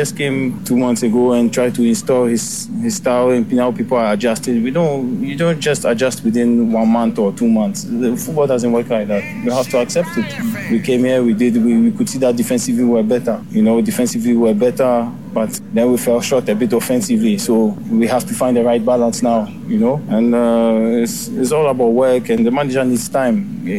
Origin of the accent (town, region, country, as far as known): Ghana